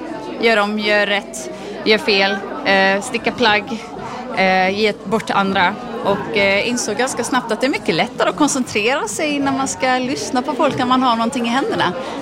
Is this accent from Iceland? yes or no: yes; Iceland; moved away; Jag kommer från Island där det finns en viss stickkultur.